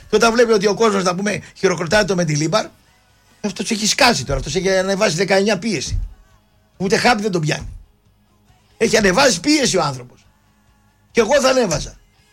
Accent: Greece; και εγώ σαν Έλληνας

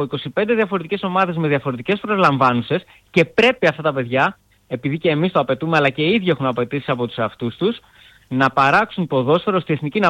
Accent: Athens, Attica, Greece; εγώ που είμαι από την Αθήνα

